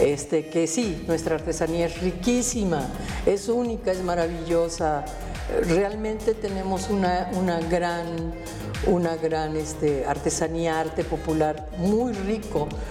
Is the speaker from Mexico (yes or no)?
yes; Mexico